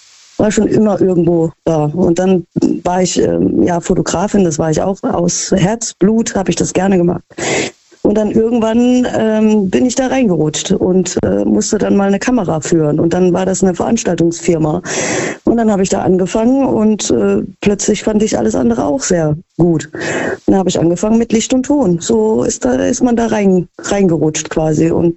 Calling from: Krefeld, North Rhine-Westphalia, Germany; Hi, ich komme aus Krefeld.

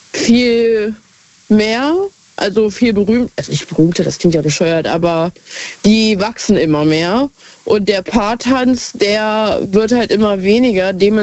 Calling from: Hanover, Lower Saxony, Germany; Aus Hannover tatsächlich.

